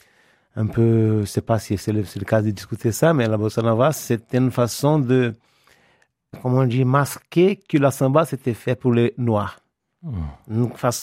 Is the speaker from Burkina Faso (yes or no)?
no; Brazil; French is a second language; moved away as an adult; now in Fontaine, France; je commençais plutôt avec la musique brésilienne, parce que je suis brésilien.